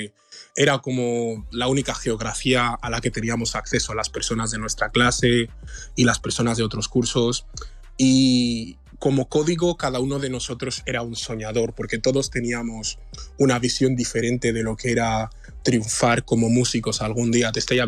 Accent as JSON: {"language": "Spanish", "town": "Malabo", "region": "Bioko Norte", "country": "Equatorial Guinea", "tie": "born or raised there", "said": "En Malabo. Nací y crecí en Malabo."}